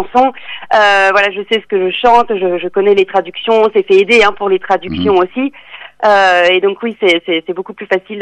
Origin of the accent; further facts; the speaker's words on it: France; Non, pas du tout. On est français, voilà, on est tombé dedans on était petit